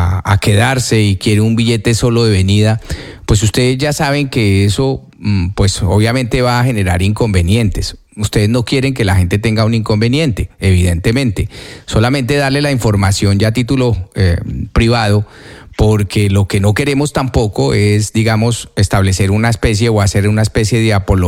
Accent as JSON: {"language": "Spanish", "country": "Spain", "said": "Como ciudadano español, lo digo, creo que no."}